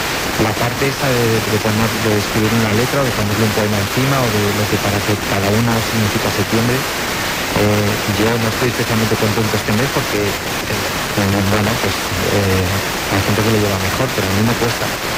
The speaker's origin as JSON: {"language": "Spanish", "town": "Villacarriedo", "region": "Cantabria", "country": "Spain", "said": "Y luego he estado en las fiestas de mi pueblo en Villacarrido también hace una semana."}